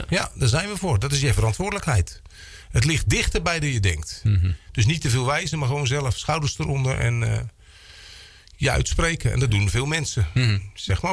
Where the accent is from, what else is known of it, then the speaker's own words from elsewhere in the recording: Slikkerveer, South Holland, Netherlands; also born or lived in Drievliet; Want wij zijn in 1979 van de Bennetsweerstraat in Slikkerveer verhuisd naar Drievliet. Zoals ik al zei, we hebben daar 3-4 jaar gewoond.